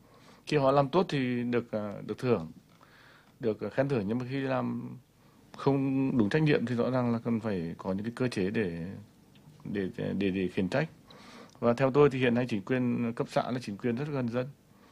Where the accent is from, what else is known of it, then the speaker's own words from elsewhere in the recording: Vinh, Nghệ An, Vietnam; Tôi là người dân thành phố Vinh